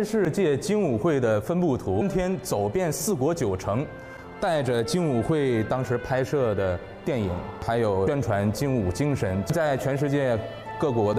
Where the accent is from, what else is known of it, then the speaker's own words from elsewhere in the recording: northern China, China; now in Shanghai, China; 没有，其实我是个北方人，被这里的文化，被这里的武术，被这里的精神力量所感染，所以一直待到了今天。